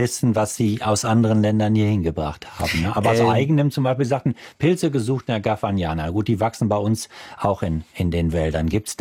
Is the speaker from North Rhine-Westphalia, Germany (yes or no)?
yes; North Rhine-Westphalia, Germany; ich komme aus dem Dorf im Sauerland